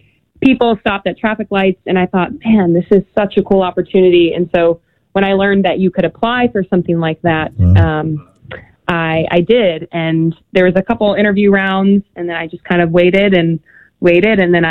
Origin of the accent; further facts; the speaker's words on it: Indianapolis, Indiana, United States; near my hometown in Indianapolis.